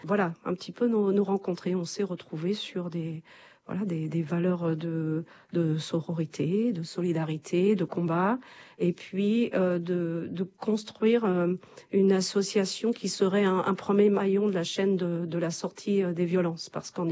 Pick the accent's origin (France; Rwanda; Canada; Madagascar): France; Pays de la Loire; moi, je suis originaire du Pays de Retz. J'ai passé mon enfance, mon adolescence. J'ai fait des études, donc je suis partie. Je suis revenue m'installer à Machecoussin même il y a 22 ans maintenant.